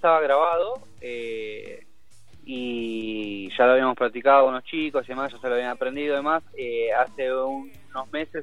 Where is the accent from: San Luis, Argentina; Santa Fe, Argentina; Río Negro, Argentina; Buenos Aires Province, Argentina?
Buenos Aires Province, Argentina; San Miguel; yo soy de Zona Norte, el barrio de Muniz. Ajá. Ubicado dentro de lo que es el partido San Miguel.